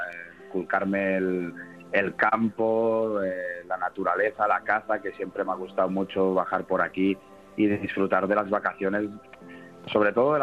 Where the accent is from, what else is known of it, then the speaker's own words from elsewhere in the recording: Andorra; para mí ser andormeño es el haber nacido y crecido en Andorra, pero pasar los veranos aquí en la Codosera, venir aquí a pasar las vacaciones con la familia, con el campo, y sentirme de un poco de los dos lados